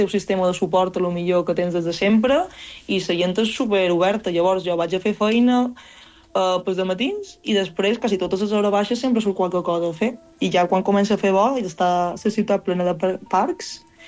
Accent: Palma, Balearic Islands, Spain; Jo sóc de Palma, de Rafal.

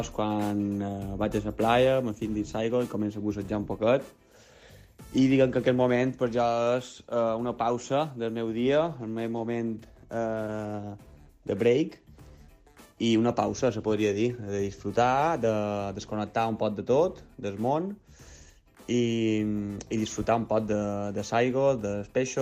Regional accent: Palma, Balearic Islands, Spain; soc de Campestilla, aquí a Palma

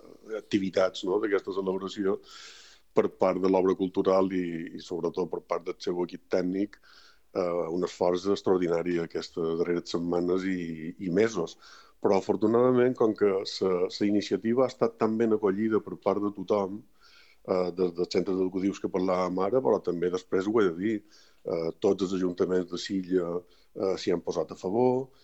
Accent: Mallorca, Balearic Islands, Spain; som els mallorquins, el poble de Mallorca

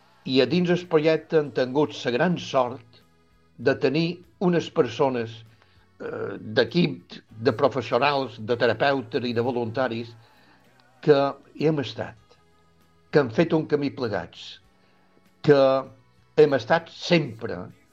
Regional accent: Vilafranca de Bonany, Balearic Islands, Spain; anar de casa nostra, en què havia passat la infància i la joventut

